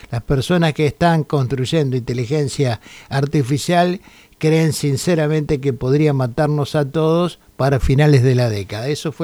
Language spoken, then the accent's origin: Spanish; Argentina